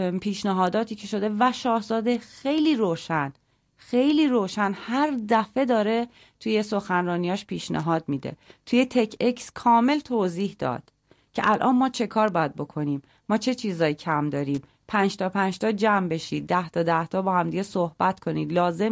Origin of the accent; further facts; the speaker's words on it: Iran; moved away; منم همه عمرمو در جمهوری اسلامی بزرگ شدم